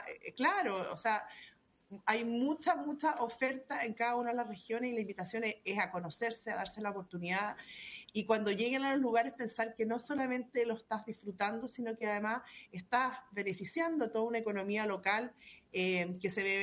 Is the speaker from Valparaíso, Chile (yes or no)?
no; Valdivia, Los Ríos, Chile; now in Santiago, Chile; yo soy valdiviana, vivo en Santiago, estoy bien, bastante vinculada a la región de Aysén